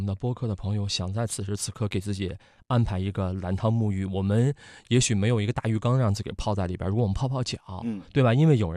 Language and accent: Chinese; Hebei, China; moved away; 另外我们老家河北嘛，